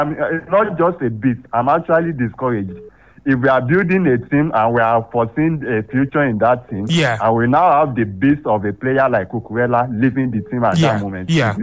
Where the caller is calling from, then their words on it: Ogbomoso, Oyo, Nigeria; from Ogbomoso.